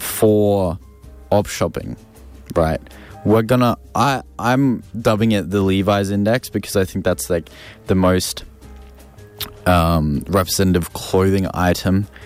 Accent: Ipswich, Queensland, Australia; I'm from Ipswich, there's not a great deal of op shopping, maybe some stuff in like Red Bank Plains, that sort of thing.

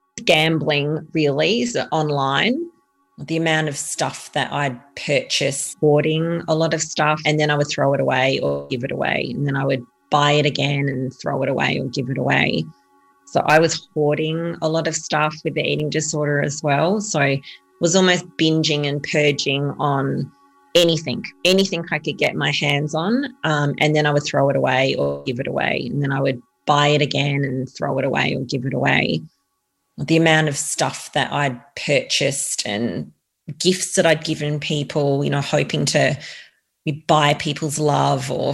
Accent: Adelaide, South Australia, Australia; born or raised there

